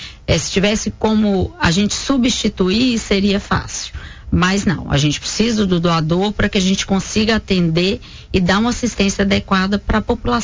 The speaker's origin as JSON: {"language": "Portuguese", "town": "Coronel Fabriciano", "region": "Minas Gerais", "country": "Brazil", "tie": "born there", "also_born_or_lived": "Juiz de Fora", "moved": "as an adult", "said": "Eu sou de Fabriciano, né? Nasci aqui, meus pais moram aqui."}